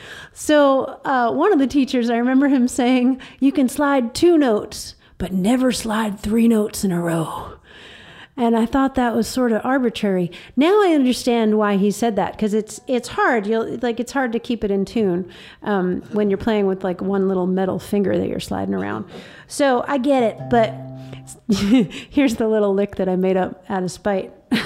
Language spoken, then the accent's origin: English; New York, United States; moved away; I grew up in New York.